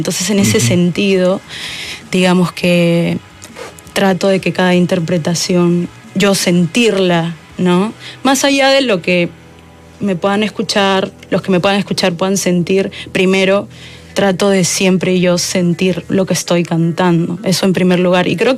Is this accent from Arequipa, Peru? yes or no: no; Lima, Peru; born there